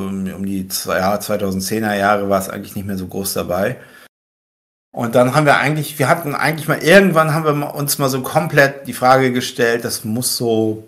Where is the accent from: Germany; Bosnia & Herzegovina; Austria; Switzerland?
Germany; Northern Germany; Wir leben an der Küste, wir sind Norddeutsche.